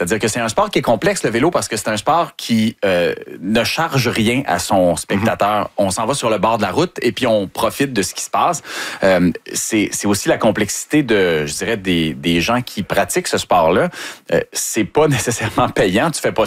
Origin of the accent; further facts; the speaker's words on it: Montreal, Quebec, Canada; Justement, on a un dilemme en tant que Montréalais cette semaine.